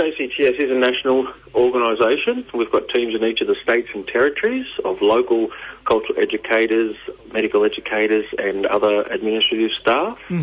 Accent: New South Wales, Australia; I'm a proud Warramai and Bundjalung man. I'm born and bred on Biripi country in the North Coast, New South Wales.

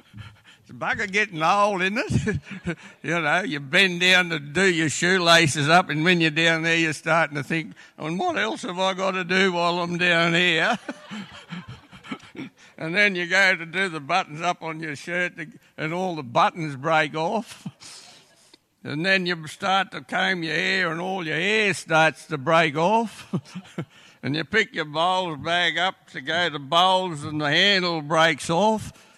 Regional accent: Mullumbimby, New South Wales, Australia; I come from Mullumbimby on northern New South Wales.

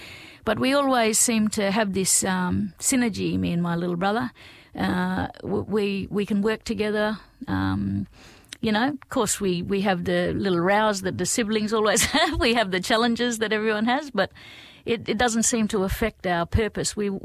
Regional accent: Broome, Western Australia, Australia; growing up in the Kimberley then, or more specifically Broome, you know, we had dirt tracks back then still, and it was quite a small community, a beautiful little community in the 80s.

